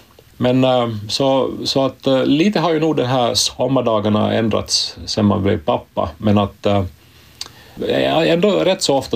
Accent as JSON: {"language": "Swedish", "region": "Ostrobothnia", "country": "Finland", "said": "Jag är från Österbotten och det här... Jag hade aldrig någon samma stuga i vår släkt."}